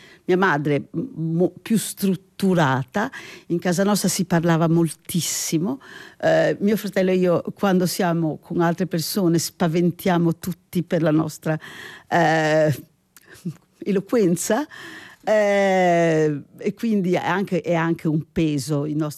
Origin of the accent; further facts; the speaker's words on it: Genoa, Liguria, Italy; moved away as an adult; also born or lived in London; sono di Genova e in questo momento credo che si senta di più, perché nei giorni scorsi, ormai sono più di 30 anni che non abito a Genova, però ci vado spesso, è una città che amo moltissimo